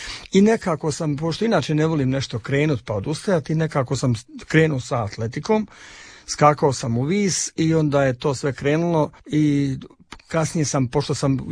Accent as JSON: {"language": "Croatian", "town": "Zenica", "region": "Federation of Bosnia and Herzegovina", "country": "Bosnia & Herzegovina", "tie": "born or raised there", "said": "Ja sam inače rodom iz Zenice, iz Bosne i Hercegovine."}